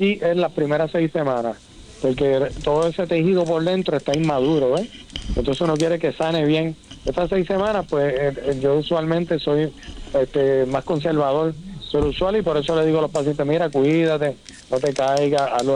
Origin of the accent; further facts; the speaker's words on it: Sabana Grande, Puerto Rico; moved away; also born or lived in Mayagüez; yo soy sabaneño, o sea, de ahí mis papás están. O sea que para mí es un privilegio y un honor regresar a mi pueblo, que me vio crecer y que tanto me ha dado.